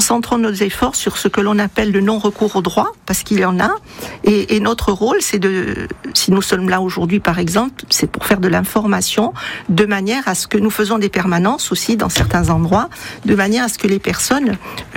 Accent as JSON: {"language": "French", "region": "Corsica", "country": "France", "said": "Surtout chez nous, en Corse."}